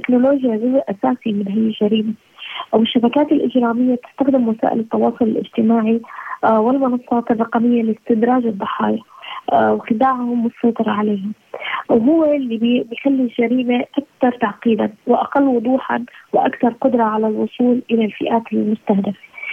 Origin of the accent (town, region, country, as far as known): Syria